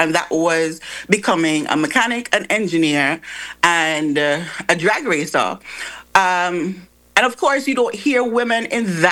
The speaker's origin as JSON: {"language": "English", "town": "Liberta", "region": "Saint Paul", "country": "Antigua & Barbuda", "tie": "born or raised there", "said": "Okay, so I'm from Liberator Village"}